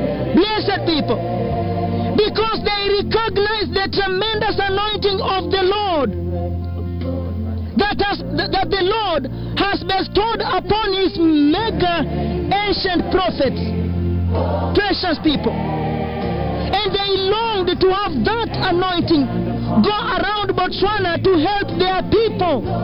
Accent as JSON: {"language": "English", "country": "Kenya", "said": "Oh, I really repent as a Kenyan, and I'm ashamed even to be called a Kenyan."}